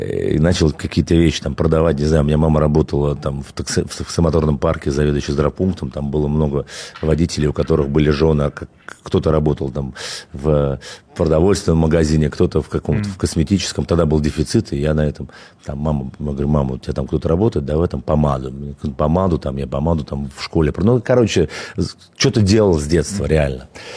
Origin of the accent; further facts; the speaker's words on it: Khimki, Moscow Oblast, Russia; Слушай, я родился в Химках, это Подмосковье, на левом берегу, в частности, это такой подмосковный район, прям сразу за кольцевой дорогой.